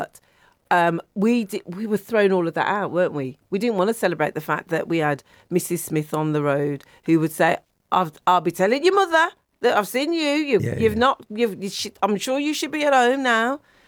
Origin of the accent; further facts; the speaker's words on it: Birmingham, West Midlands, United Kingdom; moved away as an adult; also born or lived in Slough / Buckinghamshire; I'm from Birmingham. I have to say that I'm from the West Midlands.